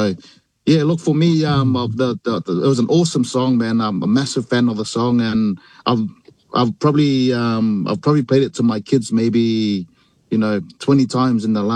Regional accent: Samoa; growing up in Samoa, I was always a big fan

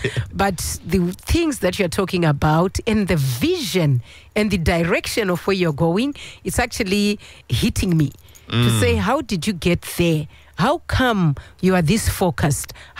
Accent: Zimbabwe; there was a question that came from people who were saying, from my country, I'm from Zimbabwe.

